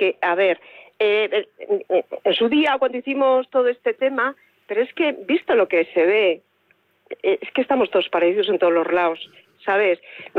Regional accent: Zamora, Castile and León, Spain; Si nosotros somos de Zamora, pues porque nos tienen

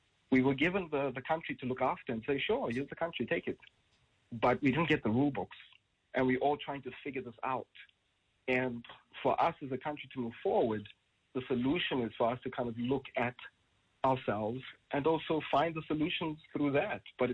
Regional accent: Soweto, Gauteng, South Africa; And as a black person who my heritage falls under colored in Tswana and Sotho, and growing up in Soweto

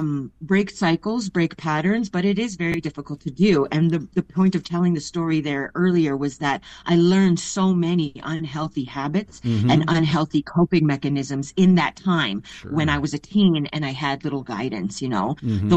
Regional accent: Big Stone Cree Nation, Alberta, Canada; Treaty 8, Utsinia, Big Stone Cree Nation, Utsinia. I'm originally from Big Stone Cree Nation in northern Alberta.

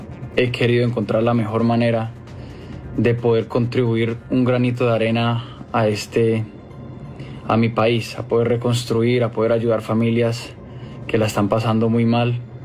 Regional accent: Colombia; Somos colombianos

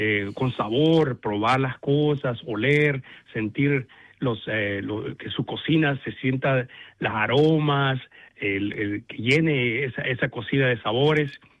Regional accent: El Salvador; moved away as an adult; now in Australia; yo soy de El Salvador

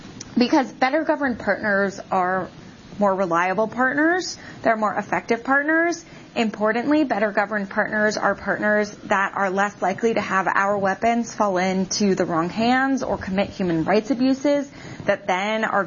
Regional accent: San Diego, California, United States; I'm from San Diego, so when we don't get this kind of weather, and we don't go outside if we ever did.

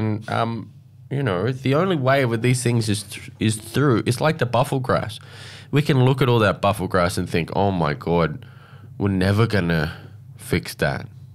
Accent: Alice Springs, Northern Territory, Australia; When people, if I go into state and they say, oh, I'm from Alice Springs, they're kind of, it's like, really?

